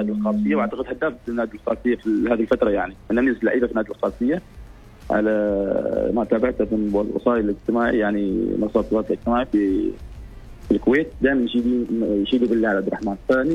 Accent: Oman; إحنا كعمانيين

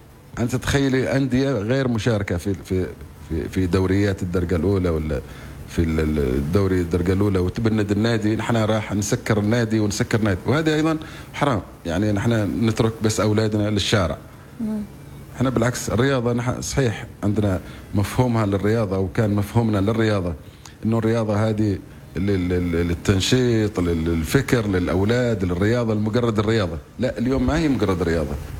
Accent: Oman; also born or lived in Salalah; عندنا في عمان

